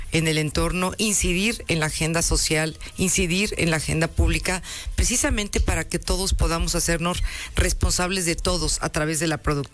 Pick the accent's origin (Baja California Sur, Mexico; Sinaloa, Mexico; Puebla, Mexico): Puebla, Mexico; Teziutlán; Y mira que yo soy de Teciutlán, soy teciuteca